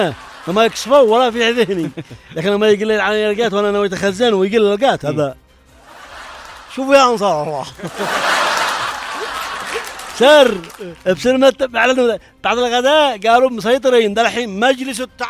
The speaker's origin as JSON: {"language": "Arabic", "country": "Yemen", "said": "نحن يمنيين"}